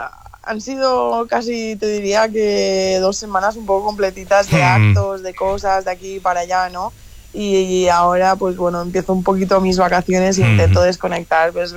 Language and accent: Spanish; Balearic Islands, Spain; como mallorquina que intento representar lo mejor que puedo mis islas por ahí donde voy